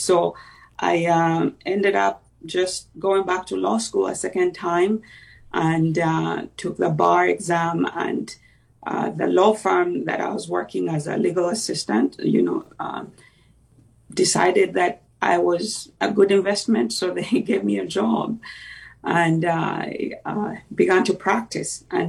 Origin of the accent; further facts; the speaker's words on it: Uganda; moved away as an adult; also born or lived in England; now in Alabama, United States; I went to law school back in my home country in Uganda. And when I got married, I moved to England. And eventually, as you pointed out, I moved to the U.S. and moved to Alabama.